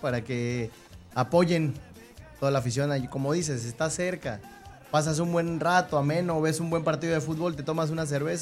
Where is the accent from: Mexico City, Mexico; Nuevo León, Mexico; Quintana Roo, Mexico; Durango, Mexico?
Quintana Roo, Mexico; Isla Mujeres; born there; now in Tepic, Mexico; Nacido en Isla Mujeres, Quintana Roo, una isla muy chiquita.